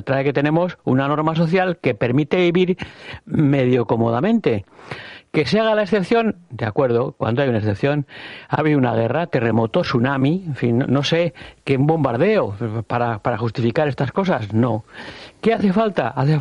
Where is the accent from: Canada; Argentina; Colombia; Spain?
Spain; San Sebastián, Basque Country; yo he nacido y vivido en esas zonas, sin embargo vivo en Amara.